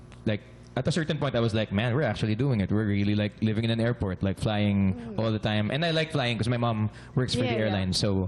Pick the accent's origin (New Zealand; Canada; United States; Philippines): Philippines; Of course, I'm Filipino.